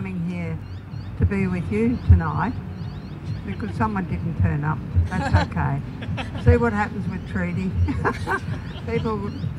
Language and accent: English; Victoria, Australia; I'm also from Wemba Wemba, my grandmother's country, and I'm also Turaway from the Tasmanian history as well.